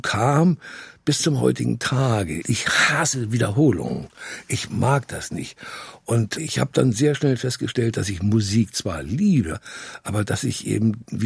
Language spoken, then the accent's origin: German; Hamburg, Germany; also born or lived in Vienna, Austria; Also meine Schwester, ich bin dann in Wien zur Welt gekommen. Und dann waren die Deutschen aber irgendwann nicht mehr so gelitten. Und dann hieß es wieder zurück ab nach Hause, nach Hamburg.